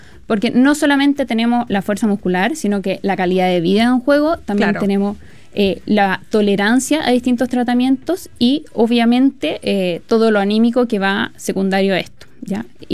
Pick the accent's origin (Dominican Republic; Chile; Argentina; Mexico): Chile; algo culturalmente como chilenos lo tenemos súper incluido